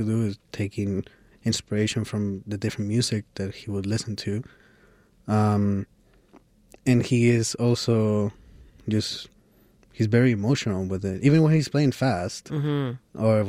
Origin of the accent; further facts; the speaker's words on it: Peru; moved away; growing up in Peru